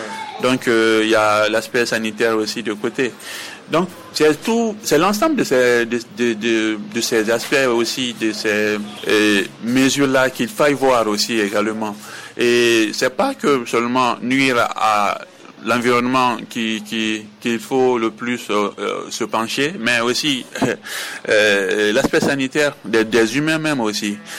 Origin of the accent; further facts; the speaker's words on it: Siguiri, Kankan Region, Guinea; chez nous à Siguiri